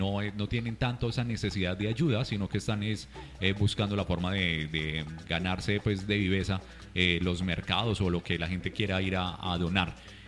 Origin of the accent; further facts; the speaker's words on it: Pereira, Risaralda, Colombia; así somos, pereiranos, sentimos nuestra ciudad, sentimos nuestra región